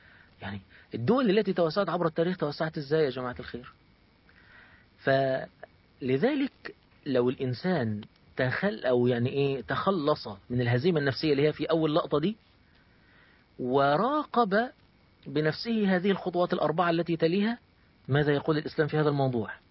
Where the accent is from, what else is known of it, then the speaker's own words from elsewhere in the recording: Egypt; عندنا في مصر المثل يقول لك كده